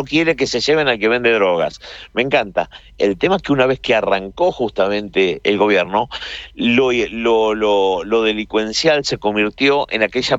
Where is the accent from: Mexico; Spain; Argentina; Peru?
Argentina; now in United States; nosotros como argentinos